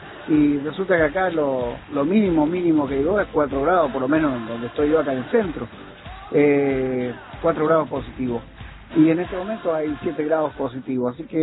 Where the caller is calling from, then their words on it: Villa Atuel, Mendoza, Argentina; de Villatuel.